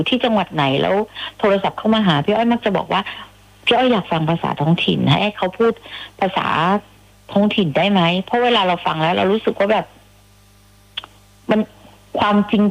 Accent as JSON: {"language": "Thai", "region": "Southern Thailand", "country": "Thailand", "said": "เพราะว่าตัว … เป็นคนใต้เนี่ย … ก็พูดออกทองแดงเพราะว่า … ไม่ได้อยู่ใต้ตลอดเวลา"}